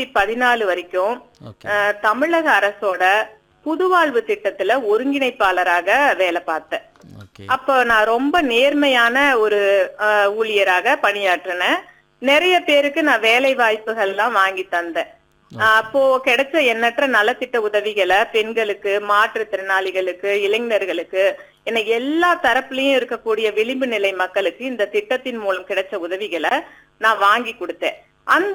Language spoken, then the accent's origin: Tamil; Salem district, Tamil Nadu, India; moved away as an adult; now in Pollachi, India; என்னோட சொந்த ஊர் சேலம் மாவட்டம், ஆத்தூர் பக்கத்துல இருக்கக்கூடிய ஒரு சிறிய கிராமம். அங்க எனக்கு அதுக்கான வாய்ப்பு எதுவுமே கிடைக்கல. ஆனா நான் கோவை மாவட்டம் பொள்ளாச்சிக்கு இடம்பெயர்ந்த பின்னாடி